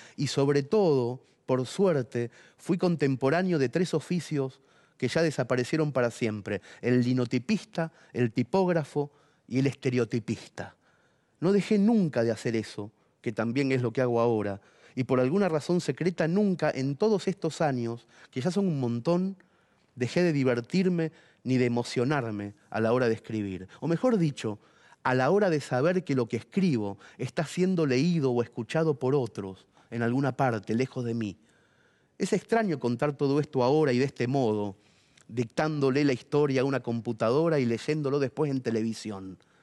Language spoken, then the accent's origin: Spanish; Mercedes, Buenos Aires Province, Argentina; born or raised there